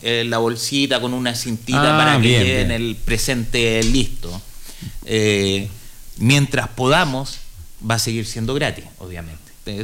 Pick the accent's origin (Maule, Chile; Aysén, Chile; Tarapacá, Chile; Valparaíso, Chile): Valparaíso, Chile; Rinconada de Silva; also born or lived in Santiago; now in Putaendo, Chile; Yo soy nacido y criado en Rinconada de Silva